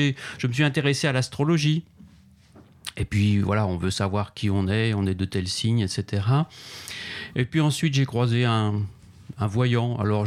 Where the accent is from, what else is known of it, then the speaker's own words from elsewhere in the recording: France; Je suis français.